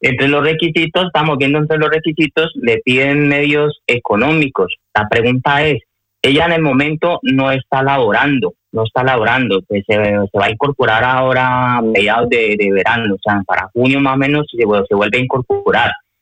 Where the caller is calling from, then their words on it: Madrid, Community of Madrid, Spain; accent: Colombian; de aquí de Madrid.